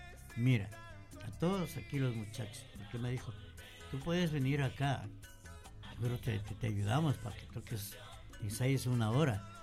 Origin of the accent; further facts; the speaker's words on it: Sangolquí, Pichincha, Ecuador; now in London, United Kingdom; siempre mi tierra querida, yo nunca le olvido mi Sangolquí querido.